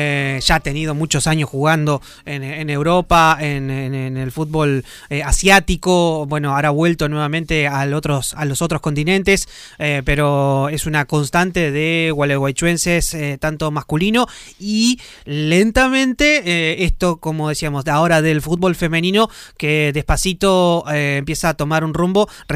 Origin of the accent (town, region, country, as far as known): Argentina